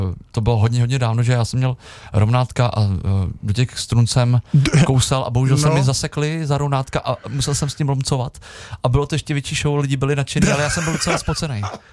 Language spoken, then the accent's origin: Czech; Polička, Pardubice Region, Czechia; born there; my jsme totiž celá rodina, whole family, jsme všichni z Poličky. My jsme se všichni narodili v Police. Pratety, pradědové, prababičky, všichni úplně, ségra, bratránci, všichni jsou tam odsud.